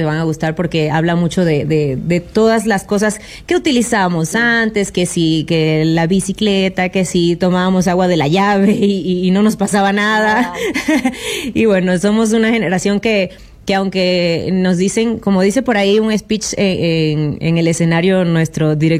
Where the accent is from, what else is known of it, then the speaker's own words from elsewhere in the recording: Venezuela; Yo, por ejemplo, soy venezolana